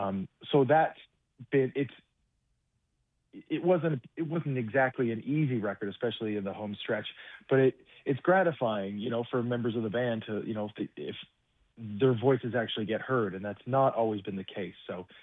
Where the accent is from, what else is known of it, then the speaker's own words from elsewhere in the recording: Burlington, Ontario, Canada; Well, I am in my hometown of Burlington, Ontario, getting ready to go on the road across Canada.